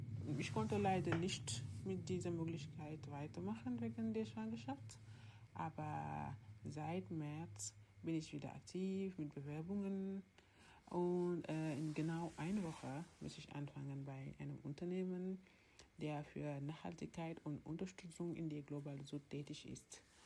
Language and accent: German; Senegal; German is a second language; moved away as an adult; now in Germany; ich komme aus dem Senegal. Ich bin 31 Jahre alt. Ich bin in Deutschland im Juni 2024 angekommen, also 3 Jahre und 3 Monate genau